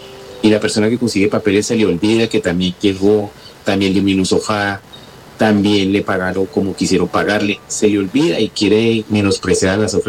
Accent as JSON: {"language": "Spanish", "region": "Huila", "country": "Colombia", "moved": "as an adult", "lives_now": "Gandia, Spain", "said": "soy colombiano del departamento del Huila, de Gazón. La tierra está llena de fantasía, de magia, de colores, de sabores."}